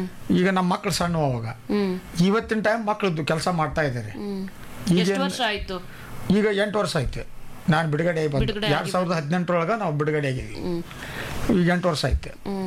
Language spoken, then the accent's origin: Kannada; Lakkundi, Karnataka, India; ನಮ್ಮ ಗದಗ ಜಿಲ್ಲಾ ಗದಗ ತಾಲೂಕು ಸಾಕಿನ ಲಕ್ಕುಂಡಿ ನಮ್ಮೂರು. ನಾವು ಹುಬ್ಳಿಯಲ್ಲಿ ಕೆಲಸಕ್ಕಂತ ಹೋಗ್ತಿದ್ವಿ.